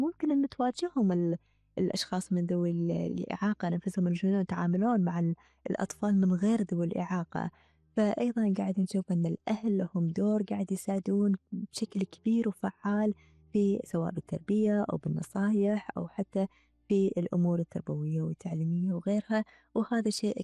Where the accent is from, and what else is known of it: Kuwait